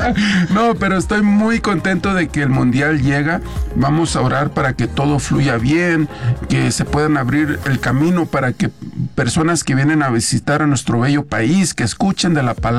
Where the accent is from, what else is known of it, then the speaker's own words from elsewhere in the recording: Guanajuato, Mexico; yo soy de Guanajuato